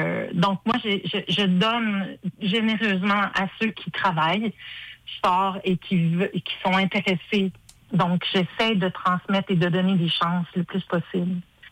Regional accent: Quebec, Canada; moi, je suis toujours restée dans mon patelin sur la rive sud de Québec.

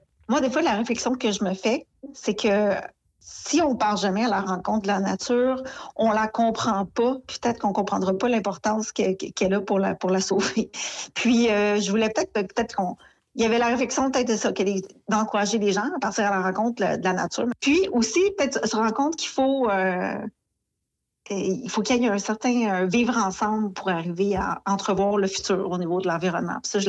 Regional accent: L'Ascension, Quebec, Canada; born or raised there

